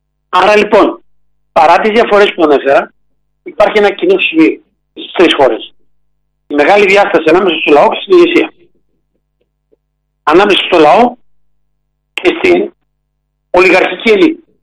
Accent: Greece; είμαστε Έλληνες εδώ.

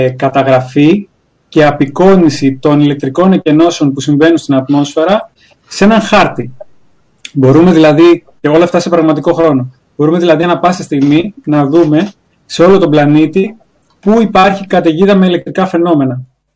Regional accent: Agios Dimitrios, Greece; τον Άγιο Δημήτρη, το χωριό μου.

